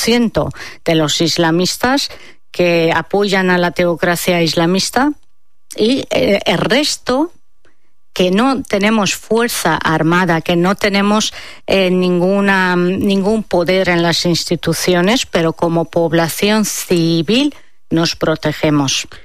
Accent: Iran; now in Spain; soy afortunadamente tan iraní como española, tan española como iraní.

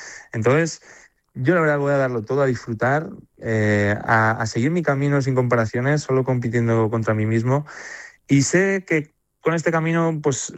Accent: Calamocha, Aragon, Spain; mi tierra es el paraíso del entreno, siempre lo digo. Calamocha en Teruel.

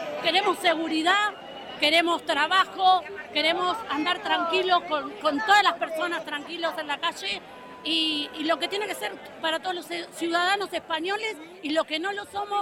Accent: Argentina; now in Spain; Tremendo, soy argentina, no soy española, pero me considero de aquí

